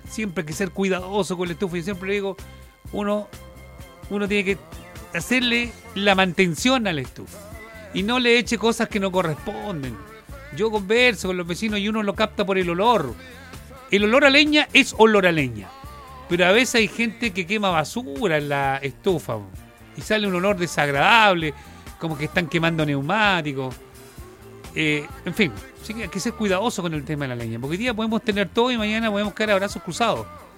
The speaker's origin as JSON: {"language": "Spanish", "country": "Chile", "said": "como los chilenos dejamos siempre para última hora."}